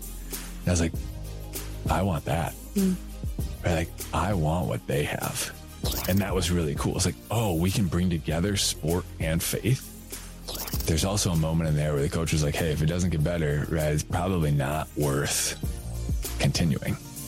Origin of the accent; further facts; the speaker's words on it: Minnesota, United States; So I grew up in Minnesota. I'm from the Twin Cities area, kind of northwest suburbs of the Twin Cities.